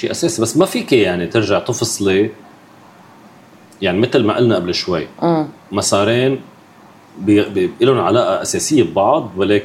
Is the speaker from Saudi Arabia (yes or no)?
no; Lebanon; نحن كلبنانيين